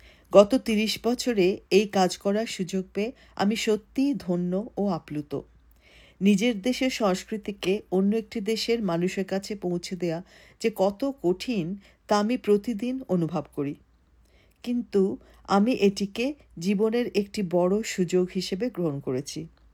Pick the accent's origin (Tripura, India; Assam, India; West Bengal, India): West Bengal, India; Kolkata; now in Japan; আমি কলকাতার একটি বড় যৌথ পরিবারে জন্মেছি ও বড় হয়েছি।